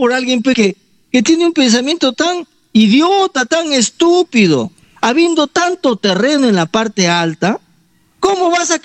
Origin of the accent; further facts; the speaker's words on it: Bagua Grande, Amazonas, Peru; nuestra ciudad de Babo Grande